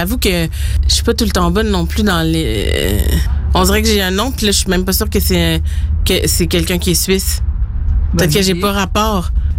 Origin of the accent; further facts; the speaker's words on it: Pont-Rouge, Quebec, Canada; Je viens de Pont-Rouge. C'est un petit village proche de Québec.